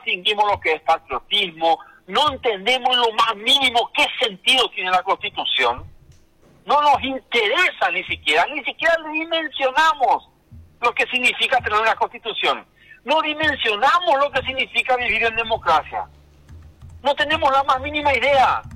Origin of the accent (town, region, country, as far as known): Paraguay